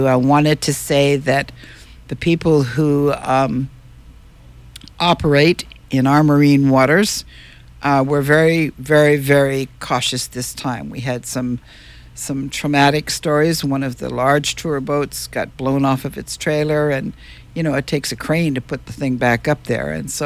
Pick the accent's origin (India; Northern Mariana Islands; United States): Northern Mariana Islands; and that's because I was raised in the Marianas and I've been through a few of these things.